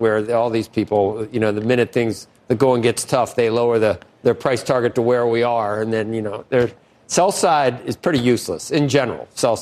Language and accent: English; Ohio, United States; I'm from Ohio.